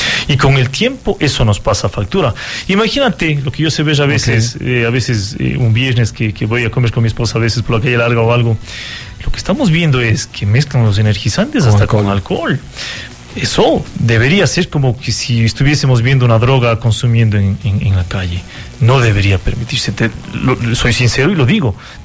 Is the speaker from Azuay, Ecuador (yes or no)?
yes; Cuenca, Azuay, Ecuador; Toda la vida he sido un amante del café. Como buen cuencano que somos, ecuatorianos.